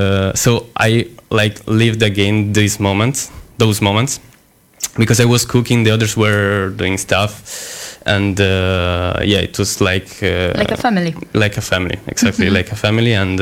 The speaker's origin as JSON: {"language": "English", "country": "Italy", "moved": "yes", "said": "I'm from Italy."}